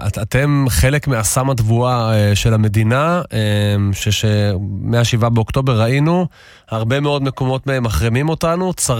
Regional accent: Northern Israel, Israel; אצלנו בצפון

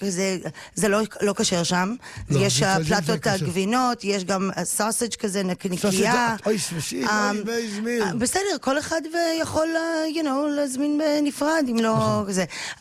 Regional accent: Holon, Tel Aviv District, Israel; also born or lived in California; אומייגאד, אני גדלתי בחולון עד גיל 5.

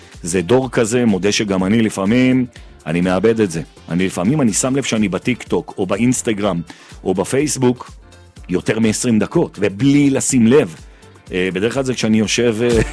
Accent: Jerusalem, Jerusalem District, Israel; אני גדלתי ברחוב הנביאים בירושלים, זה בסמוך לבית ישראל ולמאה שערים.

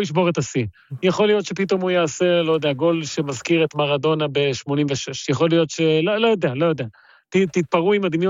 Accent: Argentina; also born or lived in Ecuador; כן, אני ארגנטינאי. אני נולדתי באקוודור, הורים שלי מארגנטינה, סתם הם עבדו פשוט באקוודור

